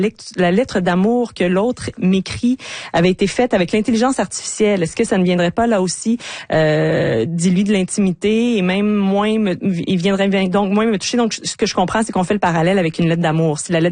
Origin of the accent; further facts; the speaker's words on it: Quebec, Canada; s'il y a une région qui est populaire au Québec pour pratiquer ce sport, eh bien oui, c'est chez nous, en Haute-Mauricie